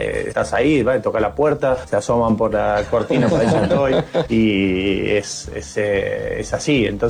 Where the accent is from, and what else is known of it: Argentina